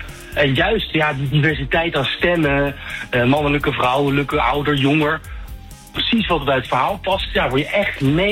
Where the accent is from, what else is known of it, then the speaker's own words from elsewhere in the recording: South Holland, Netherlands; ik kom uit de Haagse regio. Ik woon tegenover de Oude Kerk.